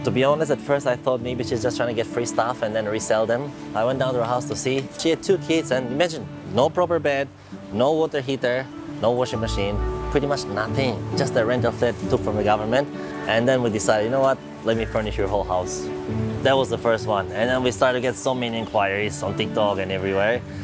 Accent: Albania; now in Singapore; Like, I come from Albania.

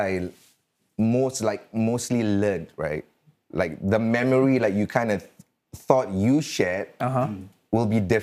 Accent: Singapore; And I grew up in the West, like, West of Singapore, like, Jurong West Street 91, which is NTU.

